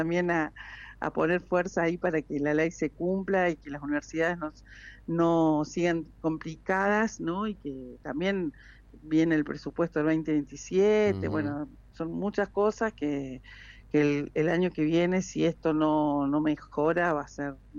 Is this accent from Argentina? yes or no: yes; Argentina